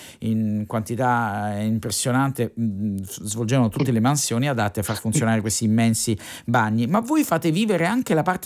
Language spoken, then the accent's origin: Italian; Rome, Lazio, Italy; essendo io romano